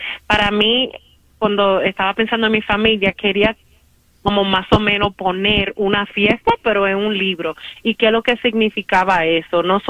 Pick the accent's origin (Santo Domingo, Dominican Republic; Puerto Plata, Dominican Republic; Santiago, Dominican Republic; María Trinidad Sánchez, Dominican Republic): Santiago, Dominican Republic; Sí, Me crié en Santiago, en la República Dominicana, y para mí Santiago es muy significativo porque recuerda mucho de mi infancia